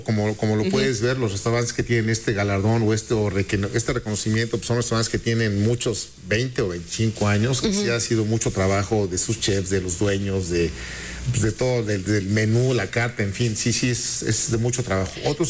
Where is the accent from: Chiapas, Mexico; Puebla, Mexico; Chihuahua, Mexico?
Puebla, Mexico; Yo soy poblano